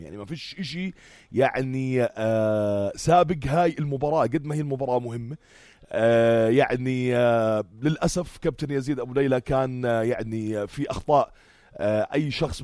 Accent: Jordan

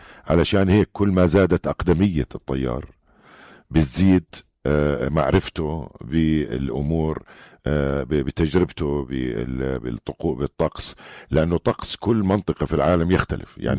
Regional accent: Jordan; يعني احنا عندنا دائما سلطة الطيران الجوية هون عندنا بالأردن

